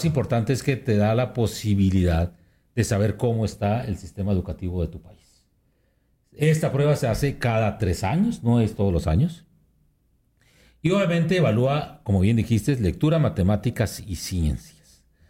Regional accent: Mexico; estamos como mexicanos

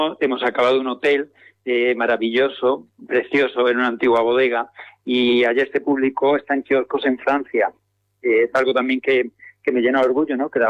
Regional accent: Palma del Río, Andalusia, Spain; now in Madrid, Spain; hablar con mi tierra, con mi pueblo

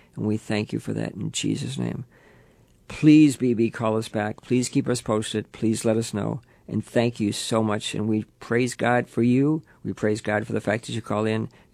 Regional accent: Levittown, New York, United States; I grew up in Levittown

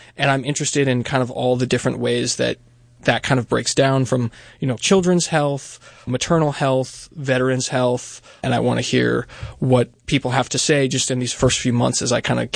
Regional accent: Ithaca, New York, United States; I'm from upstate New York originally. I'm from Ithaca. I went to Ithaca College about an hour and 15 minutes away from here.

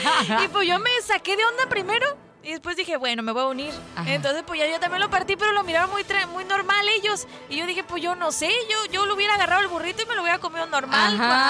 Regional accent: Tijuana, Baja California, Mexico; siendo tijuanense

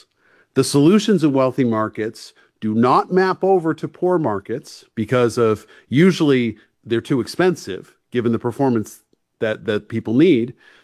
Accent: New England, United States; I'm from New England.

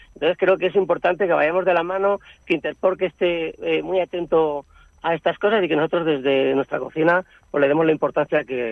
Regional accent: Valencian Community, Spain; yo soy valenciano.

